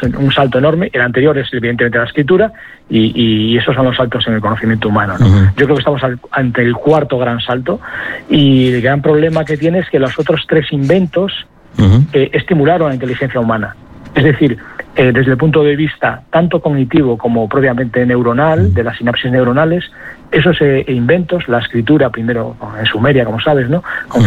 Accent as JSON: {"language": "Spanish", "region": "Galicia", "country": "Spain", "said": "me acuerdo paseando por la playa allí en Galicia, en mi tierra"}